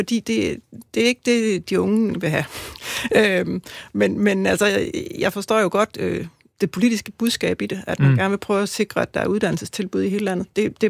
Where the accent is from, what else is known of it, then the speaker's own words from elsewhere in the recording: Zealand, Denmark; Jeg kommer jo selv fra Sydsjælland